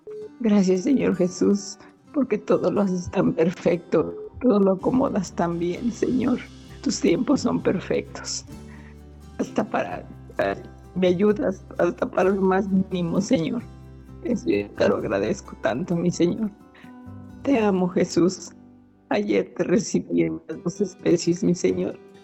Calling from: Guadalajara, Jalisco, Mexico; De aquí, de Guadalajara

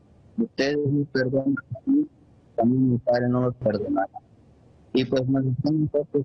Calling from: Chiapas, Mexico; De Chiapas, después de Gutiérrez, Chiapas

